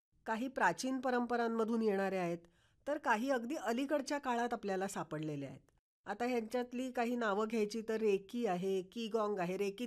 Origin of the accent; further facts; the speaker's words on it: Mumbai, Maharashtra, India; now in Ratnagiri, India; मी मूळची मुंबईची. 2000 साली मी जेव्हा रत्नागिरीत आले तेव्हा माझ्यासाठी तो एक मोठा बदल होता.